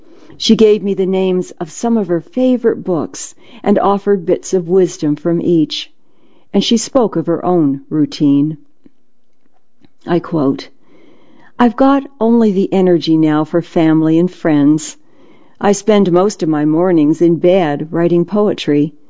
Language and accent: English; Ontario, Canada; It first appeared in a local newspaper outside of the area where I grew up in Ontario, Canada